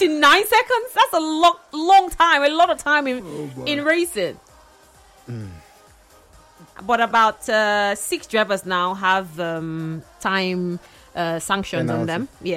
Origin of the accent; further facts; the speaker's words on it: Nigeria; We're Nigerians